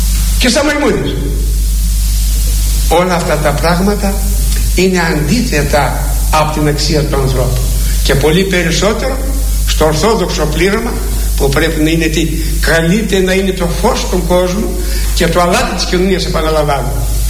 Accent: Greece

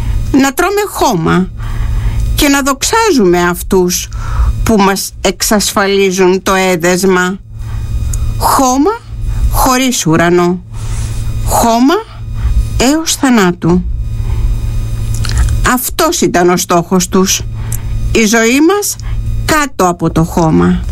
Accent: Greece

